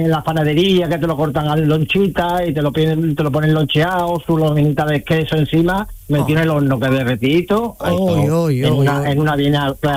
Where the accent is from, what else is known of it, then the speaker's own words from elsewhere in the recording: Andalusia, Spain; aunque yo siempre soy de Canal Sur, por mi tierra